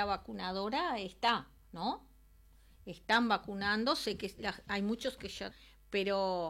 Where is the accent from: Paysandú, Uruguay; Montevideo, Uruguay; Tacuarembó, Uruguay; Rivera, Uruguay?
Rivera, Uruguay; Vichadero; born there; now in Tranqueras, Uruguay; Yo hice el liceo en Bichadero, o sea, yo soy más de Bichadero que de Tranquera. Y la ley de la vida me mandó conseguir trabajo en Tranqueras y por eso estoy acá.